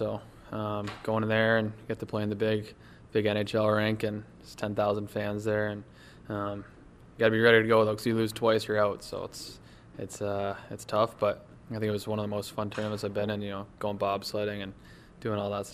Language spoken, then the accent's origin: English; Lexington, Massachusetts, United States; Yeah, I grew up in Massachusetts, Lexington, and I think the whole family was within 2 miles of each other, so it was fun growing up there